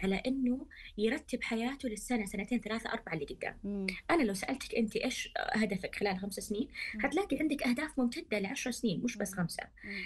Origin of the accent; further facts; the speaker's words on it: Saudi Arabia; عندنا في السعودية